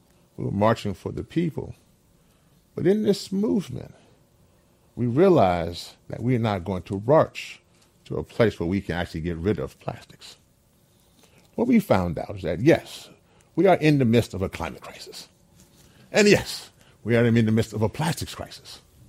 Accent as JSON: {"language": "English", "region": "Louisiana", "country": "United States", "tie": "born there", "said": "So I was born in Louisiana"}